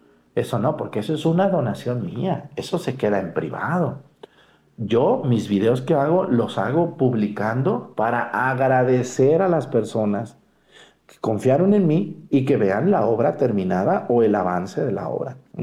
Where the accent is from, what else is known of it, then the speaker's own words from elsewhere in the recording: Mexticacán, Jalisco, Mexico; incluso las obras que hemos hecho en mi pueblo, en Mesticacán